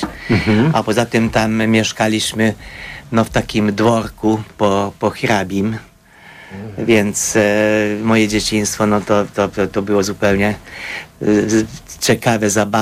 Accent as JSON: {"language": "Polish", "town": "Debrecen", "region": "Hajdú-Bihar", "country": "Hungary", "tie": "born or raised there", "second_language": "Polish", "said": "Urodziłem się na Węgrzech, w Debreczynie."}